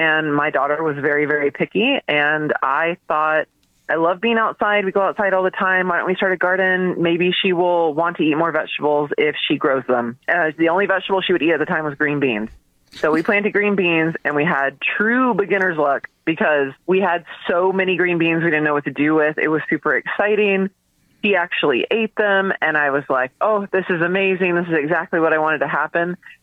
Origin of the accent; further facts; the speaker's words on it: Texas, United States; I am born and raised in Texas. Now, I have lived all over Texas, and Texas is so big. The climate, I've lived off the coast, and I've lived in northeast Texas, but where I've lived the longest is in central Texas